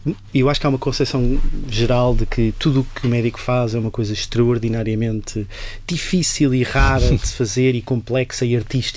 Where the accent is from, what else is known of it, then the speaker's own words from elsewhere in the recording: Lisbon, Portugal; born there; Eu não era da Covilhã, eu sou de Lisboa, nasci em Lisboa, estudei em Lisboa, na Nova